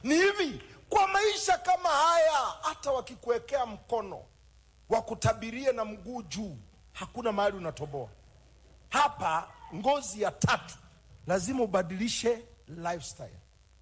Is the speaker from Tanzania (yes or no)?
yes; Tanzania; nimetoka Tanzania, watajuaje?